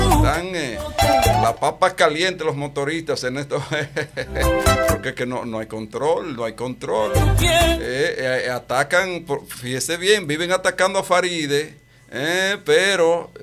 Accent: Sánchez, Samaná, Dominican Republic; now in Santiago, Dominican Republic; Mi tierra, Sánchez. Saludos para todos los sancheros por allá, ¿verdad? Aquí está su hijo. Aquí está su hijo. Ey, aquí en Santiago, ¿verdad?

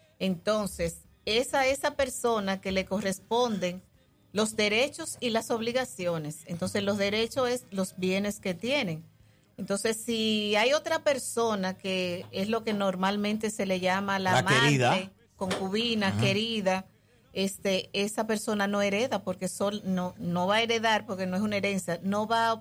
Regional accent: Mao, Valverde, Dominican Republic; now in Santiago Rodríguez, Dominican Republic; esta es mi tierra y estoy muy orgullosa de Mao.

